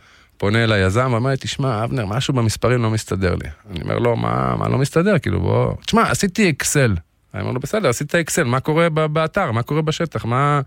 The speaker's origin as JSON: {"language": "Hebrew", "town": "Afula", "region": "Northern District", "country": "Israel", "tie": "born there", "lives_now": "Krayot, Israel", "said": "אני נולדתי באפולה, היום אני מתגורר בקריות, בצפון כמובן"}